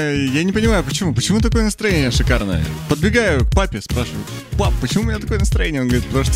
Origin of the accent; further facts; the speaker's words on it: Yuzhnouralsk, Chelyabinsk Oblast, Russia; born there; moved away; Бегу я в детстве по полю в Южноуральске.